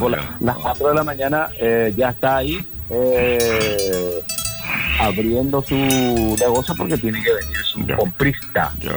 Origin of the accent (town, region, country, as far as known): Paraguay